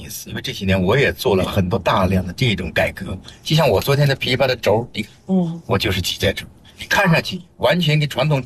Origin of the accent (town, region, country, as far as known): China